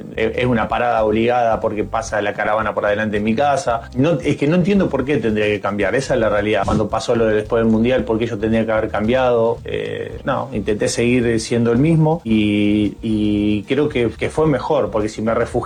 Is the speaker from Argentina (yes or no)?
yes; Argentina